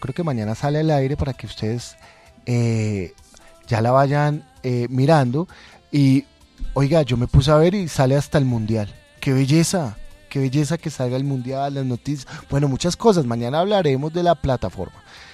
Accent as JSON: {"language": "Spanish", "country": "Colombia", "said": "Yo me identifico siendo católico, como me identifico siendo colombiano. Cuando yo voy al exterior, ¿tú de dónde eres? Pues yo soy colombiano."}